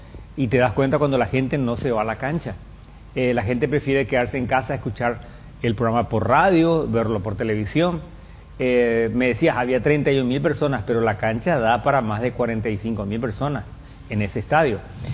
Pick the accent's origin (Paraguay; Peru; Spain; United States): Paraguay; no es lo que realmente queremos como nación paraguaya